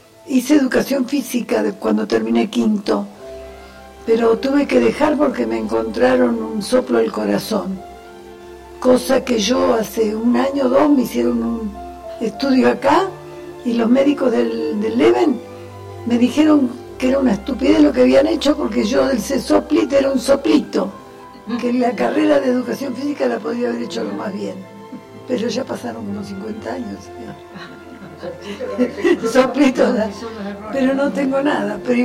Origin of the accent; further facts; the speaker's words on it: Zapala, Neuquén, Argentina; born there; Y yo nací en el 39, en Zapala.